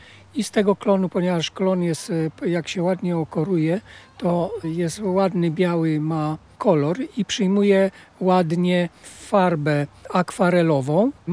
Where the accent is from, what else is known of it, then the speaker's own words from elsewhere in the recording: Odechowiec, Masovian Voivodeship, Poland; born there; Urodziłem się w Odechowcu pod Radomiem.